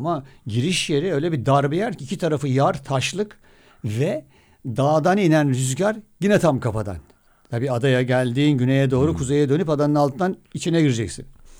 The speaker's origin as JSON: {"language": "Turkish", "region": "Black Sea Region", "country": "Turkey", "said": "Ben de biz Karadenizliyim ya ben Las Kıfası."}